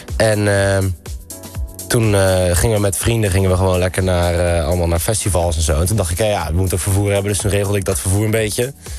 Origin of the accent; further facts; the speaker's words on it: 's-Gravenzande, South Holland, Netherlands; Ik kom uit Schavenzanden.